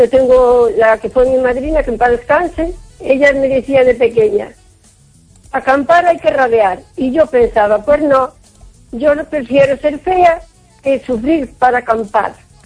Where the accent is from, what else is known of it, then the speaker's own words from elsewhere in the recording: O Carballiño, Galicia, Spain; la de Carballiño.